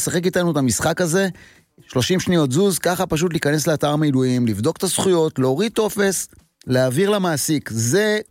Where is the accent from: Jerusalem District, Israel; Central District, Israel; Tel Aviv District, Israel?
Tel Aviv District, Israel; Kiryat Ono; וואלה, אני נולדתי בקריית אונו, אני גדלתי בקריית אונו.